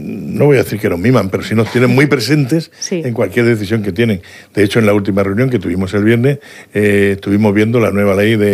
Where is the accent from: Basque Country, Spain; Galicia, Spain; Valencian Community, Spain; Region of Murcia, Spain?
Region of Murcia, Spain; Jumilla; Y yo, que soy de Jumilla, pero vamos, a las 3 menos 2 me llamaba